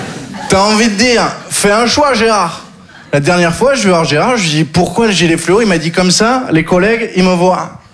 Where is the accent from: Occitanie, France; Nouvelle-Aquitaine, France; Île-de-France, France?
Occitanie, France; Je viens du Sud, j'ai grandi dans le Gard.